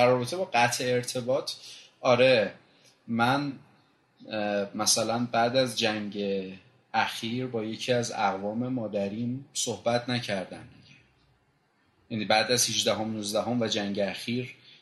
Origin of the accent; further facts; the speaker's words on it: Qom, Iran; تو قم بزرگ شدم و فکر میکنم نزدیک 7 سال تو قم طلبه بودم